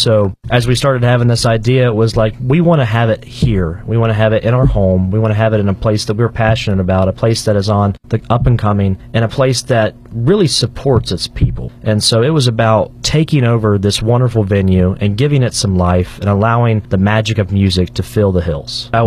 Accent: West Virginia, United States; born there

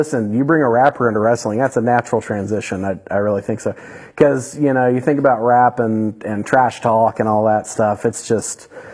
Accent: Canova, United States; I'm from Canova, so I wanted to be

